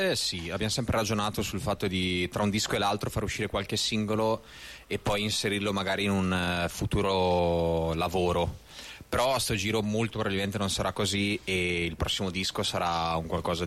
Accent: Lombardy, Italy; noi siamo di Brescia, o comunque non proprio di Brescia città, ma veniamo da situazioni limitrofe.

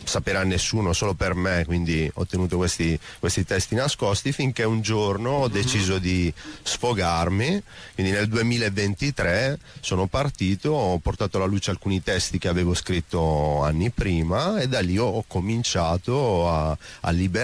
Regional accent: Brescia, Lombardy, Italy; also born or lived in Apulia; In realtà sono nato al sud, ma ho sempre vissuto comunque a Brescia

